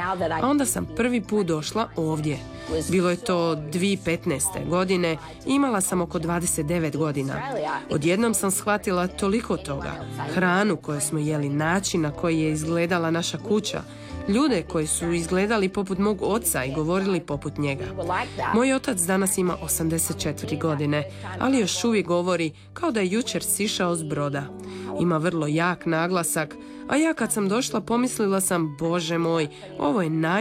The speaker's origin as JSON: {"language": "Croatian", "town": "Perth", "region": "Western Australia", "country": "Australia", "tie": "born or raised there", "lives_now": "Podgora, Croatia"}